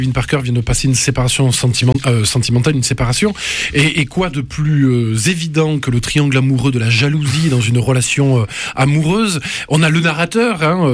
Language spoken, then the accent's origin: French; Toulouse, Occitanie, France; Oui, on est Toulousain. Hein, qu'est-ce que tu veux? On va pas se lamenter.